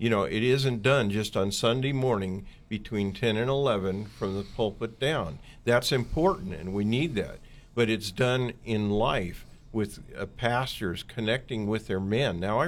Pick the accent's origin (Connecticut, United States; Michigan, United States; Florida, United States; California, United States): California, United States; Oakland; Now, I grew up in East Oakland. In Oakland, that number is 80%.